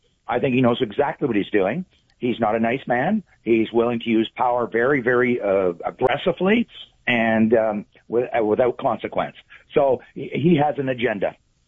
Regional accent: Canada; What terrifies me, and I'm saying this as a Canadian born and raised here, I've got two children and two grandchildren

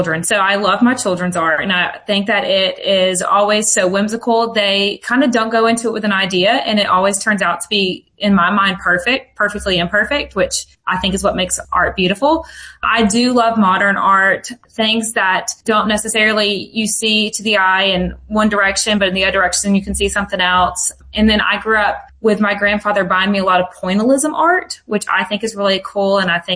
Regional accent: Dalton, Georgia, United States; And then when my mom had kids, we were raised in Dalton, and she obviously introduced us to the Arts Guild.

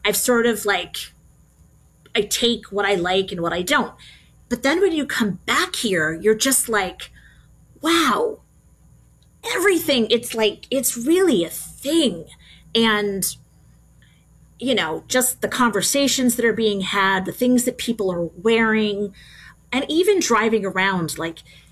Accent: Long Island, New York, United States; born there; Now, I was born in New York on Long Island.

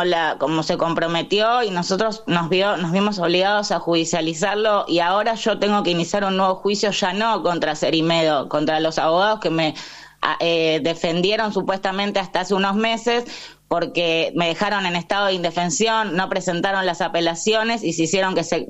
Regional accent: Argentina; A mí como argentina me costó un montón desde el 2012 hasta el 2016

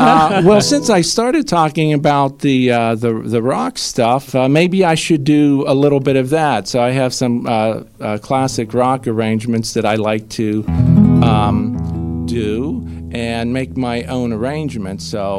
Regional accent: East Pittsburgh, Pennsylvania, United States; I grew up in East Pittsburgh, which would be east of the city, so North Versailles, Turtle Creek area.

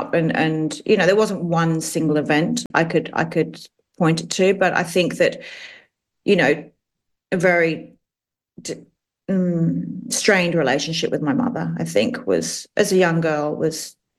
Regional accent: London, United Kingdom; When we were growing up in London, he lived in France.

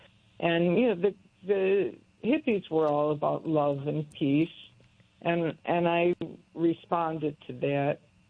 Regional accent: Chicago, Illinois, United States; I was always attracted to churches or Catholicism because I came from Chicago, and I just enjoyed the space of churches

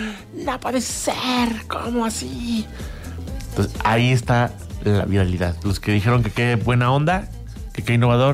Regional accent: Mexico; somos los mexicanos.

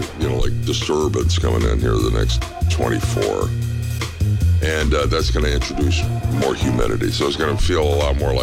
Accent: Deep South, United States; I grew up in the Deep South

